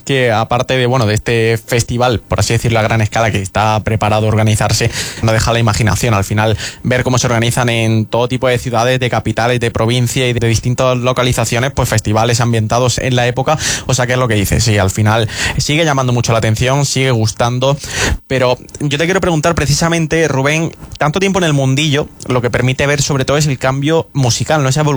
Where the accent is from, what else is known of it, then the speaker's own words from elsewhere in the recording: Baza, Andalusia, Spain; yo soy de Baza